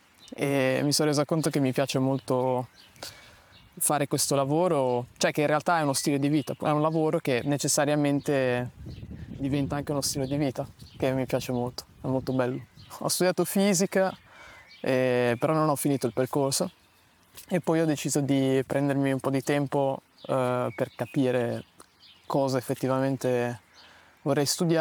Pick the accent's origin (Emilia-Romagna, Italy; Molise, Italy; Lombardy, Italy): Emilia-Romagna, Italy; Bologna; moved away; Io sono di Bologna e quindi ero abituato a una vita molto urbana